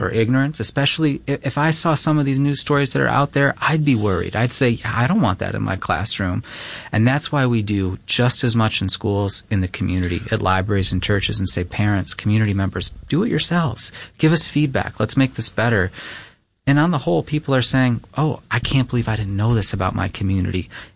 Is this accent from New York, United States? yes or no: yes; Webster, New York, United States; in my school growing up in Webster